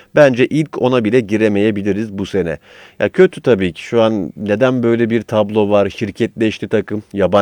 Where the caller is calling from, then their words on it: İzmir, Turkey; Abi selamlar İzmir'den.